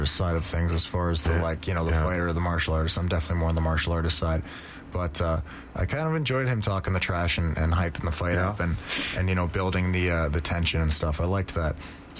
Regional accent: Canada; also born or lived in Cleveland; I'm the Canadian guy for sure, man, through and through. You know, I was born there but raised my whole life in Canada.

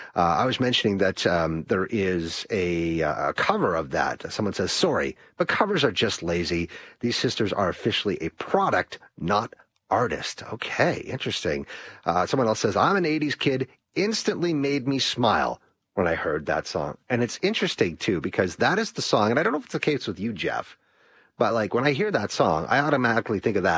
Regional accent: Alberta, Canada; I am a Canadian and I'm an Albertan.

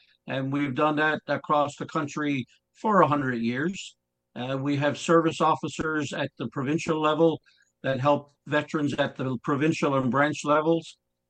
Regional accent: Carpentier, Newfoundland and Labrador, Canada; In my hometown here in Carpentier, Newfoundland, we have 200 members

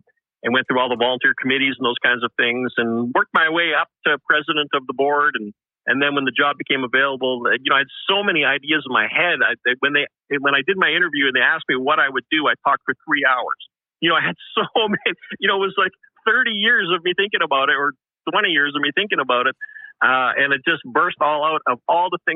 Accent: Winnipeg, Manitoba, Canada; Yeah, I'm a lifelong Winnipegger. I grew up in the West End, so the Red River X was always a part of the community.

